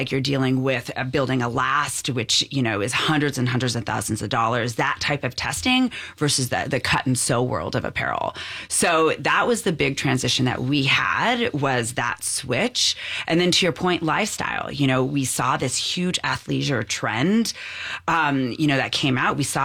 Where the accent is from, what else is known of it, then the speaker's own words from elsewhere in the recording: Cerritos, California, United States; right here in L.A., Cerritos, California.